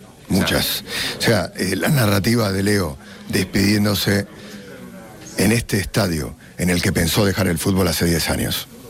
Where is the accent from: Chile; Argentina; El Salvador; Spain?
Argentina; y que gane España, y yo te lo digo como argentino, sería hermoso también.